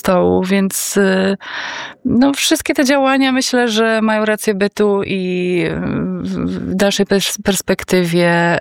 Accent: Białystok, Podlaskie Voivodeship, Poland; Ja kiedy zamieszkałam na wsi, bo sama pochodzę z Białegostoku, kiedy zamieszkałam na wsi, to było już 25 lat temu

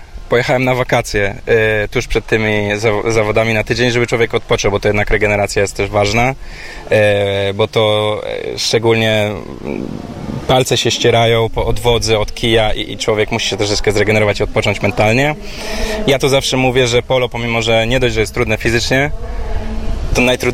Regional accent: Gdańsk, Pomeranian Voivodeship, Poland; ja z Gdańska jestem, a do Warszawy dojeżdżamy co weekend z tatą, żeby grać.

